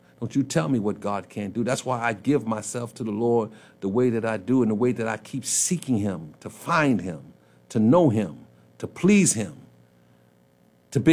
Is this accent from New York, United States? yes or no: yes; New York City, New York, United States; Now, listen, I'm from New York City.